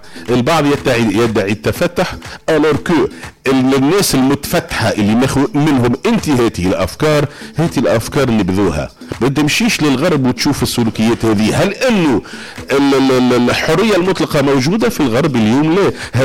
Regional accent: Tunisia; احنا كمجتمع تونسي

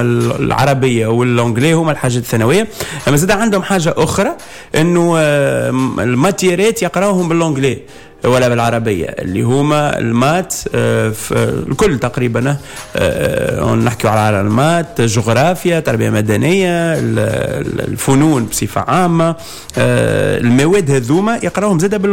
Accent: Tunisia; عندنا في تونس

